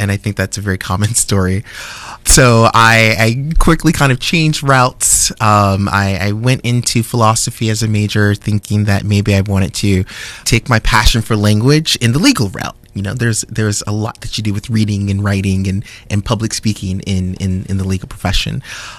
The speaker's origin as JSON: {"language": "English", "town": "West Covina", "region": "California", "country": "United States", "tie": "born or raised there", "said": "So I grew up in the San Gabriel Valley in West Covina"}